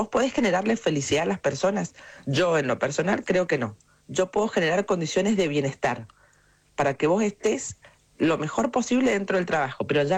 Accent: Argentina

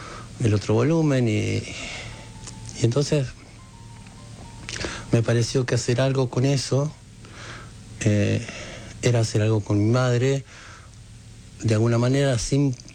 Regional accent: Varadero, Buenos Aires Province, Argentina; yo soy de Varadero, cerca de San Antonio de Areco.

